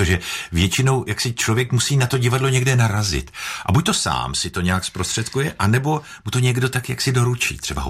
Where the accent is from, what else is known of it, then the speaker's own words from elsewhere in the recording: Moravia, Czechia; já jako rodilý Moravák